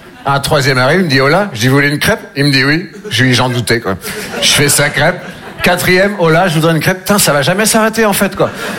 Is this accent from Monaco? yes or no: no; Nouvelle-Aquitaine, France